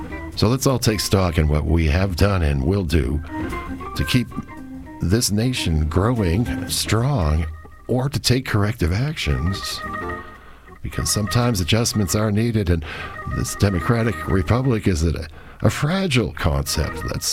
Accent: United States; I'm an American.

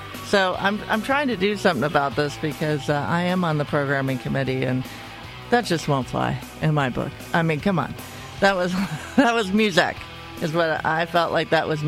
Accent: Cincinnati, Ohio, United States; She moved to Cincinnati, my hometown, by the way.

